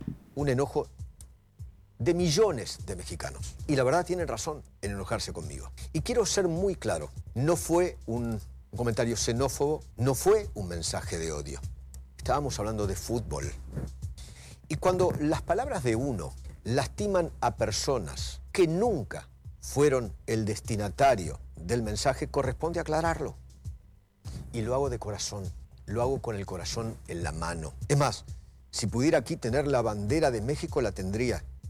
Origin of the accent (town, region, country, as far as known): Argentina